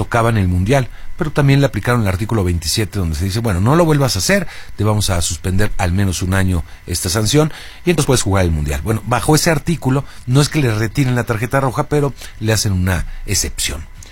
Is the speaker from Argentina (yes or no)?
no; Mexico; a lo mejor porque soy mexicano, evidentemente